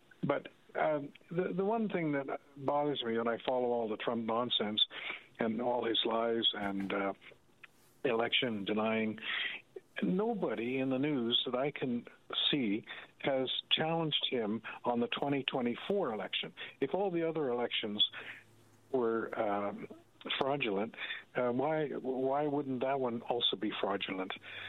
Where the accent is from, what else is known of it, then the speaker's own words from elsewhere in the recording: Canada; As a Canadian, you know, there's many of us are really upset what's going on in the United States.